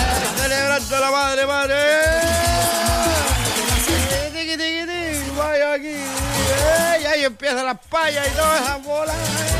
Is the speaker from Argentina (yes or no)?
no; Chile; para comer vino somos los chilenos